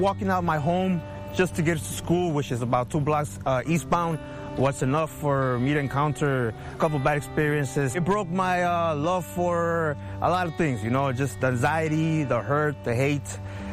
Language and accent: English; Chicago, Illinois, United States; I'm from Chicago's Back of the Yards neighborhood.